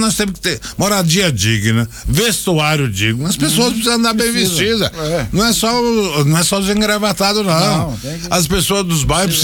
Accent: Buriti, Maranhão, Brazil; O Cerrado é quando eu era garoto lá em Buriti, o cerrado ali é muito pouco.

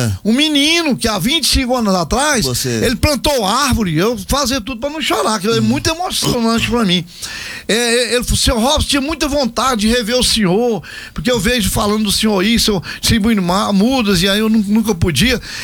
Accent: Porangatu, Goiás, Brazil; born there; moved away; Aí eu, aí lá em Porongatu, meu aniversário, meu presente, a minha avó me dava era rapadura.

